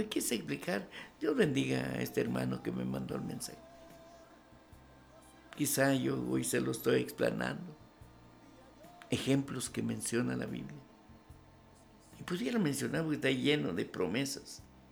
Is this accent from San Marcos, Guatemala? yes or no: yes; San Marcos, Guatemala; born there; moved away; cuando viajo a San Marcos y la llevo a ese cantón Tonalá, así se llama el cantón donde yo nací.